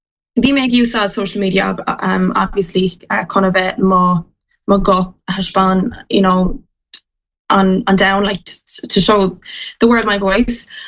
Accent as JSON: {"language": "English", "town": "Limerick", "region": "Munster", "country": "Ireland", "said": "I'm from Limerick City."}